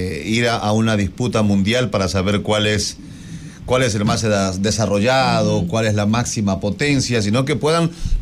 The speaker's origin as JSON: {"language": "Spanish", "country": "Ecuador", "said": "nosotros acá en el Ecuador"}